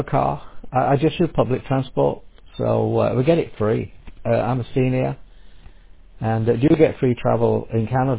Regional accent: United Kingdom; because I'm British, when I go

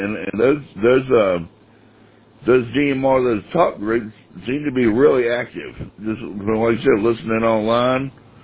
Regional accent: North Carolina, United States; moved away as an adult; also born or lived in Charleston, South Carolina; now in Oklahoma, United States; I grew up in North Carolina. And I don't remember them having Publix in North Carolina.

